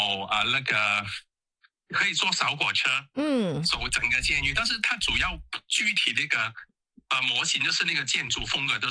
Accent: Hong Kong; 我们香港人听起来会很喜欢

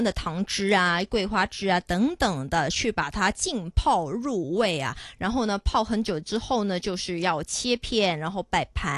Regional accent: China

